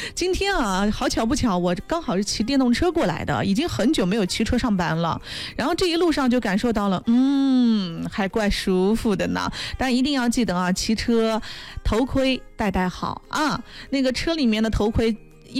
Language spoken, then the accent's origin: Chinese; Dingyuan, Anhui, China; now in Chuzhou, China; 因为像我老家就定远的